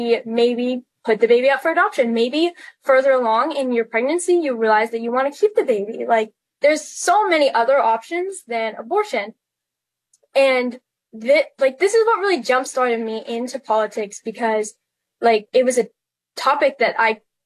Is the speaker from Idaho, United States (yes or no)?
yes; Idaho, United States; I went to school in a very liberal town, which is weird for the state that I grew up in. I grew up in Idaho